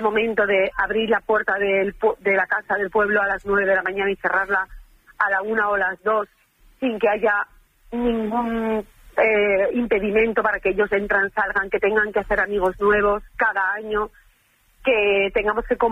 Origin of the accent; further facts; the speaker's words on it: Contamina, Aragon, Spain; Yo soy de un pueblo muy pequeñísimo de la provincia de Zaragoza, colindando entre Soria y Guadalajara. Se llama Contamina.